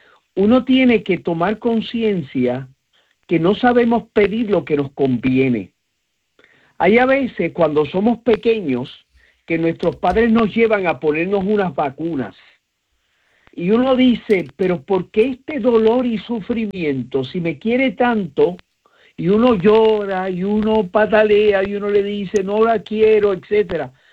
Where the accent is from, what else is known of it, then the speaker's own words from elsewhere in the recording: Puerto Rico; buenos días a todo mi pueblo de Puerto Rico.